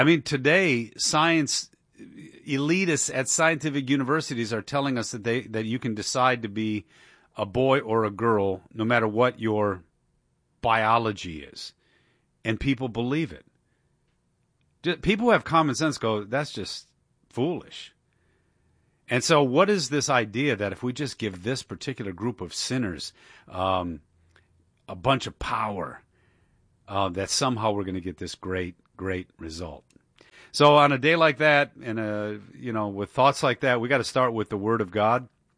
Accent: Michigan, United States; now in Washington, D.C., United States; I grew up in Michigan

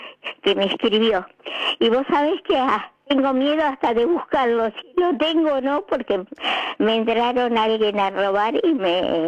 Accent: Italy; moved away; mira que si me voy a Italia no vuelvo, me quedo en mi pueblo.

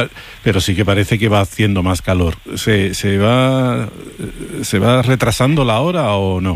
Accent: Seville, Andalusia, Spain; De hecho, yo me acuerdo de chico, de pequeño, claro, en Triana

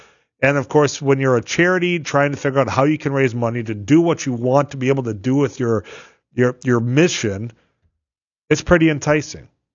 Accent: North Dakota, United States; people don't have to drive 30 miles from my hometown, or I guess 40, because you got to go down, Highway 20, going south to Devil's Lake there.

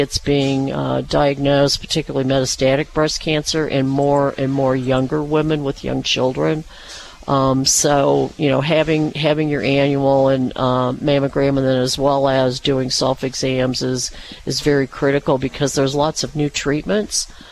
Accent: Peoria, Illinois, United States; also born or lived in California / St. Louis; now in Springfield, United States; eventually I moved back to Central Illinois. I'm from Peoria.

